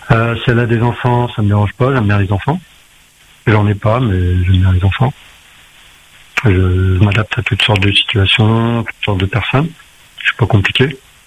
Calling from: Le Tampon, Réunion; Je suis aux oreilles, j'habite au Tampon.

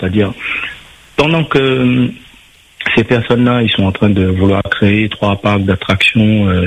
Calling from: Réunion; je suis réunionnais

